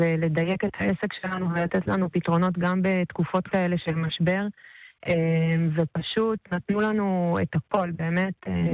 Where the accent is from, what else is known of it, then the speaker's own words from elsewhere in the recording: Yiftah, Northern District, Israel; אנחנו היינו מפונים, אנחנו מקיבוץ יפתח, זה ממש על גבול לבנון